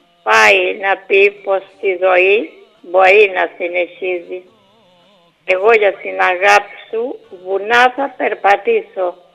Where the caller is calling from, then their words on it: Greece; Εγώ είμαι Ελληνίδα.